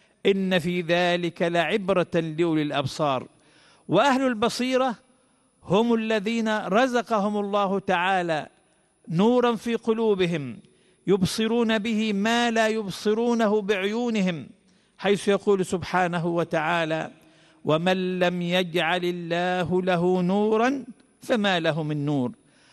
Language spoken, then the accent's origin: Arabic; Egypt; بلدنا الحبيبة مصر